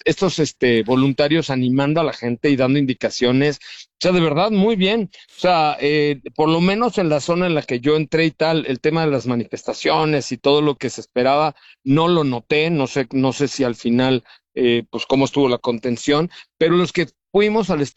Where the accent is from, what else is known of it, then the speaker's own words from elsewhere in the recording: Yucatán, Mexico; mi cabeza no entraba porque soy yucateco